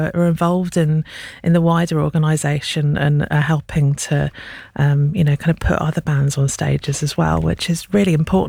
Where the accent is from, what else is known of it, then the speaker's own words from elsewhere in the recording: London, United Kingdom; I'm born and bred in London.